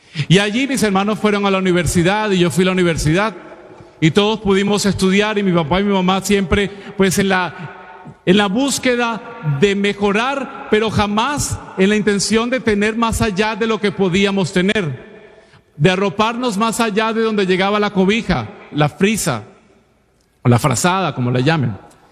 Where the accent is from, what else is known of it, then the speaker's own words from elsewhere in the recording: Caracas, Capital District, Venezuela; Yo vengo de Caracas, de una familia, mi papá pues trabajador, mi mamá una operadora de la compañía de teléfonos.